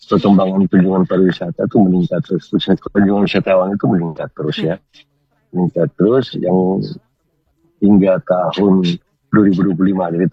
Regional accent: East Nusa Tenggara, Indonesia; sebagai orang Sumba itu sendiri, Sumba Timur itu sendiri

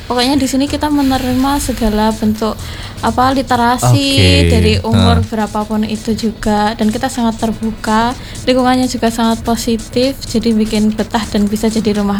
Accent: East Java, Indonesia; Aku asalnya dari Kebon Sari, Kabupaten Madiun.

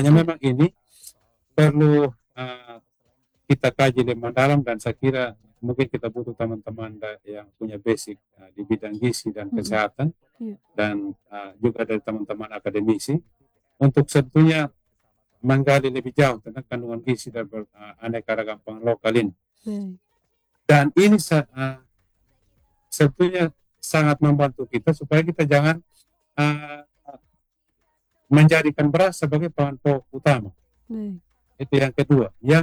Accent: Sumba, East Nusa Tenggara, Indonesia; kalau kami di Sumba

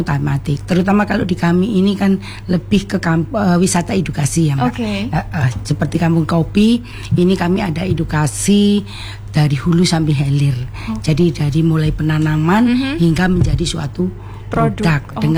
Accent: Wonosari, East Java, Indonesia; desa kami ini terletak di kaki Gunung Kawi ya, tepatnya di Desa Sumberdem, Kecamatan Wonosari, Kabupaten Malang, Provinsi Jawa Timur.

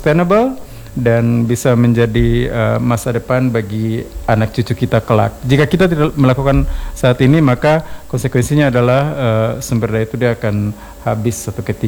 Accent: Maluku Islands, Indonesia; kita sebagai warga Maluku dan Maluku Utara

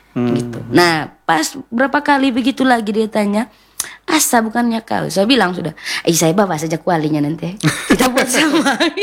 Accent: Manggarai, East Nusa Tenggara, Indonesia; kita orang Manggarai

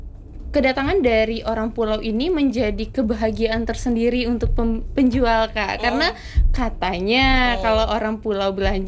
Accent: Riau Islands, Indonesia; moved away; sesama anak Kepri, sesama anak Anambas tuh kita tetap menggunakan logat kita kak. Kalau kumpul di sini, iya kita nggak bawa aksen dari Pinang atau dari mana, kita pakai daerah kita. Dan kalau pulang pun anak Anambas balik jadi anak Anambas gitu.

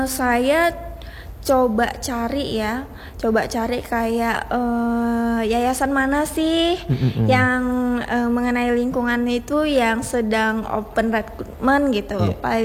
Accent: Aceh, Indonesia; moved away; Nah saya sempat pulang kampung dulu, dan memang saya kan tinggal di daerah pesisir juga ya yeah. itu di Aceh Tamiang

